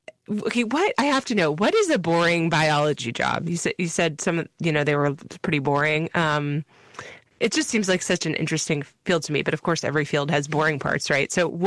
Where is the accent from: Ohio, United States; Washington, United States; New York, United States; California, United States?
California, United States; I'm from Northern California